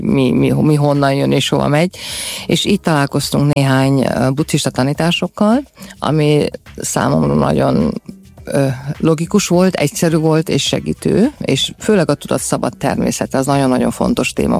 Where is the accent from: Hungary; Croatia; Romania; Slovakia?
Romania; Oradea, Bihor; én Erdélyből származok, nagyváradi lány vagyok